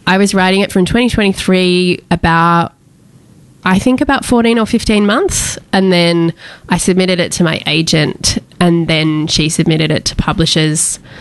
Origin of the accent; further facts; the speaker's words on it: Mount Eliza, Victoria, Australia; also born or lived in Seaford, Victoria; I grew up sort of in Seaford and then in Mount Eliza on the Mornington Peninsula between those two places when my parents split up.